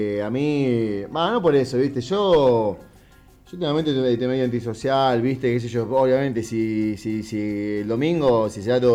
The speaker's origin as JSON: {"language": "Spanish", "country": "Argentina", "said": "somos todos argentinos"}